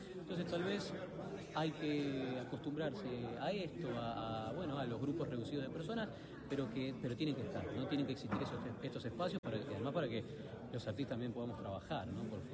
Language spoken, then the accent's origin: Spanish; Buenos Aires, Argentina; yo soy porteño